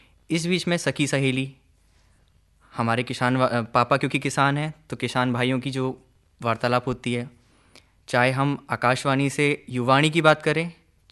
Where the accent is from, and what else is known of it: Chhindwara, Madhya Pradesh, India